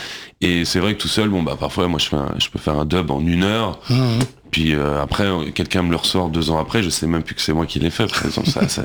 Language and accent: French; Paris, Île-de-France, France; En fait, je suis né à Paris, 13e.